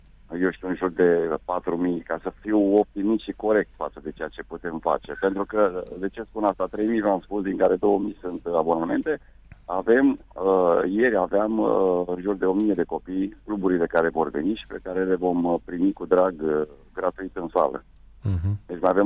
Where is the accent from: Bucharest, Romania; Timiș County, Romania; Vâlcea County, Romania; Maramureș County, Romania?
Vâlcea County, Romania; Râmnicu Vâlcea; eu sunt din Râmnicu Vâlcea